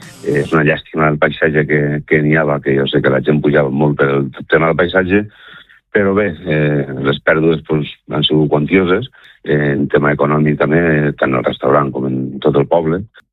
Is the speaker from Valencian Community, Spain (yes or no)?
yes; Nules, Valencian Community, Spain; now in Artana, Spain; soc de Nules i estimo l'agrair de ser de Nules